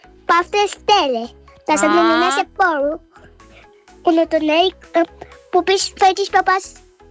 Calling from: Bucharest, Romania; și București. Am 6 ani.

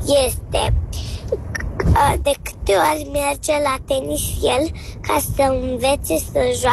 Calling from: Otopeni, Ilfov, Romania; din Otopeni, am 5 ani.

